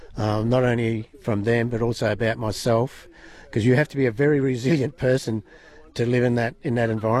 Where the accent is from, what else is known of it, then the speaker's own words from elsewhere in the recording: Western Australia, Australia; Well, I come from the Kimberley. I reckon still Kimberley ringers are better.